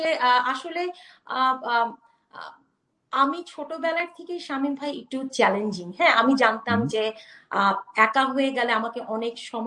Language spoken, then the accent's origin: Bangla; Bangladesh; এক হচ্ছে যে আমরা বাংলাদেশি, হ্যাঁ, so we came from like you know একটা ভ্যালুস থেকে, হ্যাঁ, একটা কালচার থেকে।